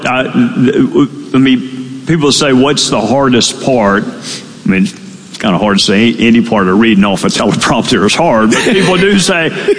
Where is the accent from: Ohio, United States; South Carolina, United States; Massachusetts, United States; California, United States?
South Carolina, United States; Greenville; born there; imagine I was born in Greenville.